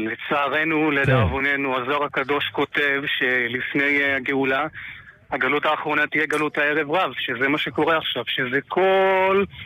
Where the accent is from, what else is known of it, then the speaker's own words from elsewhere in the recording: Bnei Brak, Tel Aviv District, Israel; אני מבני ברק.